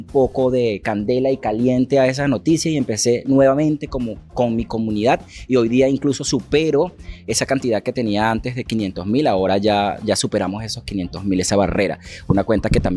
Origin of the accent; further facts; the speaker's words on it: Venezuela; En ese momento había una situación en mi país, Venezuela, muy fuerte, de un cambio de transición